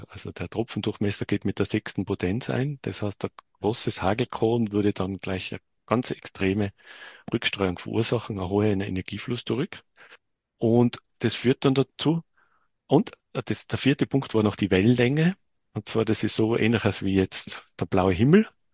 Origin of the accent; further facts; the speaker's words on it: Bavaria, Germany; Jawohl, ja, ich bin aus Bayern.